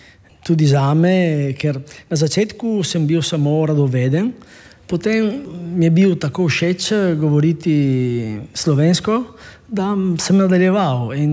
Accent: Padua, Veneto, Italy; Slovenian is a second language; moved away as an adult; also born or lived in Trieste; now in Trieste area, Italy; Točno ne, ker moja družina prihaja iz Sicilije. Jaz sem se rodil v Padovi, tam sem živel 30 let in potem je zdelo preravno v Padovi in sem se preselil v Trst prej in potem v dolino pri Trstu

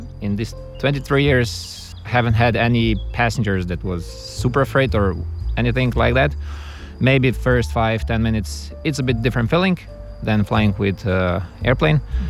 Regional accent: Celje, Savinja, Slovenia; English is a second language; I'm coming from Celje, and I'm a balloon pilot.

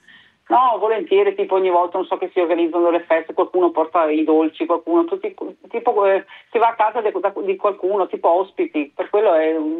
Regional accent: Venice, Veneto, Italy; born there; accent: Veneto; moved away; io ho sentito subito il mio dialetto veneto, quindi mi sono subito sentita a casa perché sono nata a Venezia.

